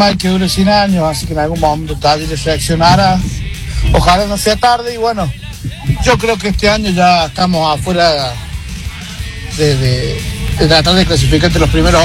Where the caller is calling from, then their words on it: Argentina; Te hablo de Jorge Newbery.